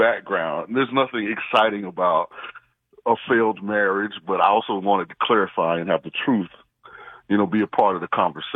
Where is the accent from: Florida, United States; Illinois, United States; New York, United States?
Florida, United States; St. Petersburg; I'm from St. Petersburg, Florida. I'm a diehard Rays fan.